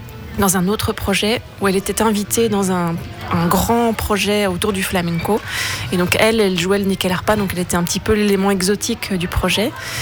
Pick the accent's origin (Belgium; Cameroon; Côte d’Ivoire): Belgium; moi-même, je suis belge